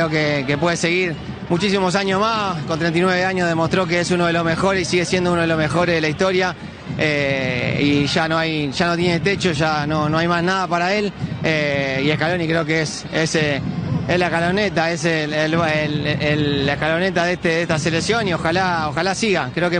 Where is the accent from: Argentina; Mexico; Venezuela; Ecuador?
Argentina; pero obviamente como argentino me gustaría que siga.